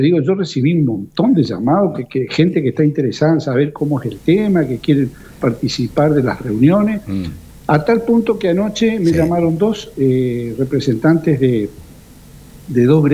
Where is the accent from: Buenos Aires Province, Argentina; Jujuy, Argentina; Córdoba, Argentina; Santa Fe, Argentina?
Santa Fe, Argentina; Reconquista; Y yo de acá de Reconquista soy de Platense.